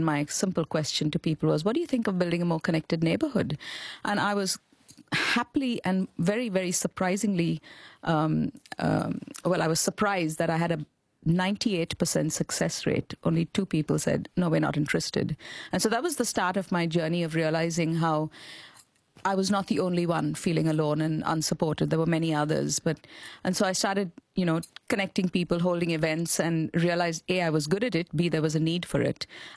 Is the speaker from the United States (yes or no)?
no; Mumbai, Maharashtra, India; I grew up in India in a really strong connected neighbourhood on the outskirts of Mumbai in a little suburb called Chembur, where literally 3-4 generations of families lived together.